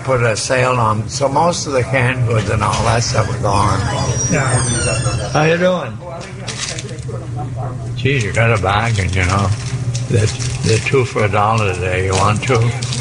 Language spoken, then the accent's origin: English; West Groton, Massachusetts, United States; I was born in West Groton. I'm a native. And I'm one of 11 children.